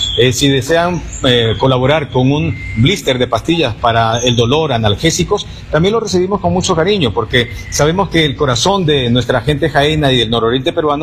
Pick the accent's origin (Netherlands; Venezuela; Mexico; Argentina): Venezuela; now in Jaén, Peru; eso es lo que nos está moviendo a nosotros como venezolanos a hacer esta actividad del día sábado. Repito, aquí en la Plaza de Armas de nuestra ciudad de Jaén